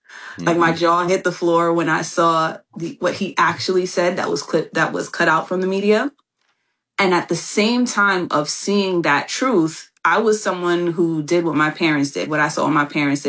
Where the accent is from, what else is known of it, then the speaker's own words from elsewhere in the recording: New York City, New York, United States; I am from the Bronx, New York, still living here.